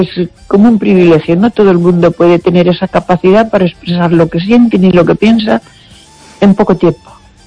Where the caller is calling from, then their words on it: Baiona, Galicia, Spain; de Bayona.